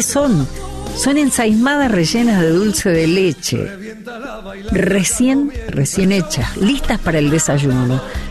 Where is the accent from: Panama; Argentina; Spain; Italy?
Argentina; Río Primero, Córdoba; de Río Primero. Estamos acá por un tratamiento para mi hija con parálisis.